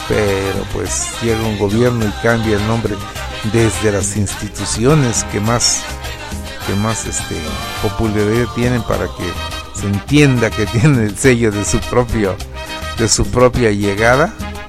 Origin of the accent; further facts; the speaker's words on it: Mexico City, Mexico; yo soy de México.